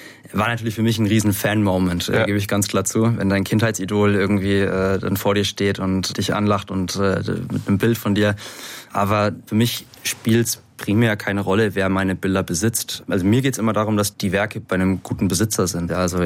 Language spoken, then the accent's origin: German; Schweinfurt, Bavaria, Germany; Ich habe bis ich 13, 14 war, bis ich dann tatsächlich mit dem Graffiti-Sprayen angefangen habe, bei uns in Schweinfurt als Torwart gespielt.